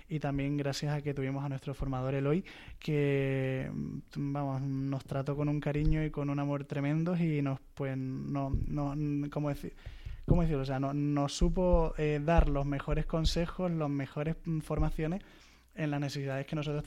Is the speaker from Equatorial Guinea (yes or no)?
yes; Equatorial Guinea; Yo, pues, vengo de Guinea Ecuatorial, nací allí, mi madre es nativa de allí, de Bata.